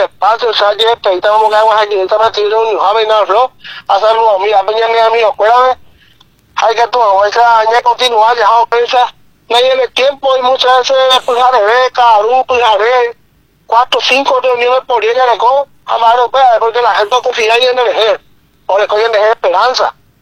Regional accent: San Estanislao, San Pedro, Paraguay; como ciudadanos, como paraguayos, como santanianos.

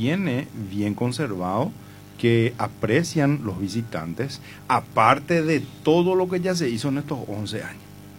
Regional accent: San Estanislao, San Pedro, Paraguay; nosotros al menos que somos de acá, de Santaní

